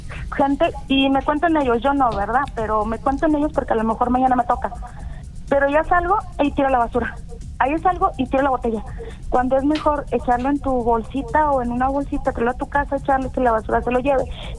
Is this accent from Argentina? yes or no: no; Mexico; Pero como buenos mexicanos, ¿por qué somos buenos para criticar?